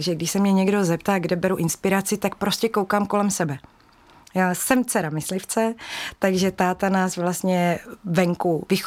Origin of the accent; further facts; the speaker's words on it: Mohelnice, Olomouc Region, Czechia; jsem z Mohelnice a věnuji se tvorbě z filcu už 10 let.